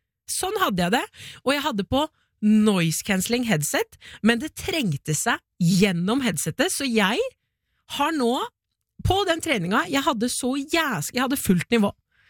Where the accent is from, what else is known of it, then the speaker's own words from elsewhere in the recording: Porsgrunn, Telemark, Norway; åh, den låten her vokste jeg opp med i Porsgrunn, og den dritlettest der, og så det ingen andre for Porsgrunn